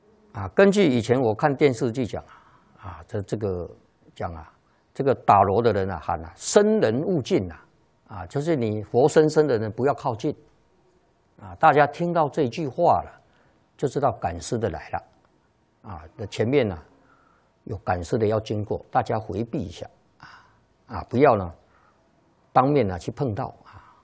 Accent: China; 那么我们中国人呢，啊，中国的古人呐，都有一个观念。

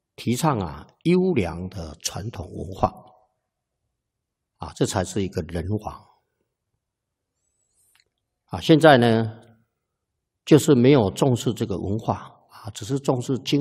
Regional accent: Taiwan; 那我们台湾还有原住民的原理

